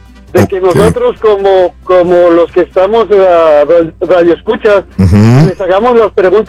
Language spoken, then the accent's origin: Spanish; Guadalajara, Jalisco, Mexico; born there